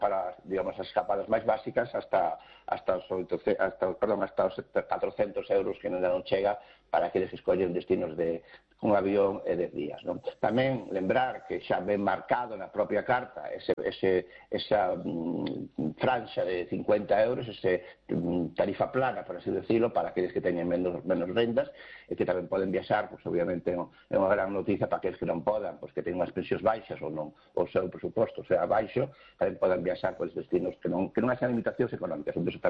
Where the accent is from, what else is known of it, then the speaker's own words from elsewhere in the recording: Galicia, Spain; sino tamén a onde vamos nós tamén como galegos.